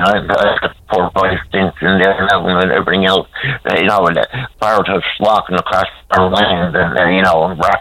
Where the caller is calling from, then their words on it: Newfoundland and Labrador, Canada; as a Newfoundlander. Whatever, you know, as a Canadian